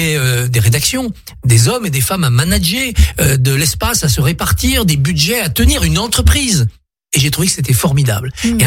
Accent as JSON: {"language": "French", "region": "Auvergne-Rhône-Alpes", "country": "France", "tie": "born there", "moved": "as an adult", "said": "J'étais au fin fond de la Haute-Savoie."}